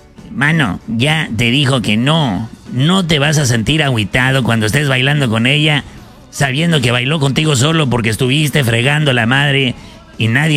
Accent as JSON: {"language": "Spanish", "town": "Ciudad Obregón", "region": "Sonora", "country": "Mexico", "tie": "born or raised there", "also_born_or_lived": "Mexico City", "said": "Pues de Obregón, Sonora, mano. De ahí somos. Viví varios años en Ciudad de México, pero soy nacido en Obregón, Sonora."}